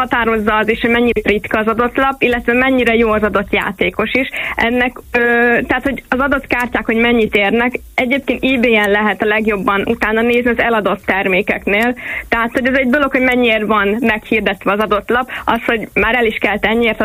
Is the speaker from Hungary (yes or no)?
yes; Hungary; Így van, de hát ugye magyarok vagyunk